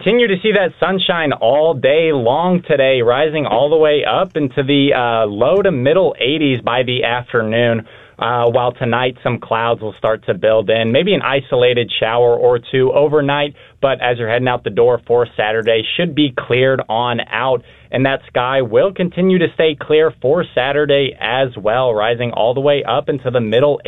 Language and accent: English; Kansas City, Missouri, United States; I'm originally from Kansas City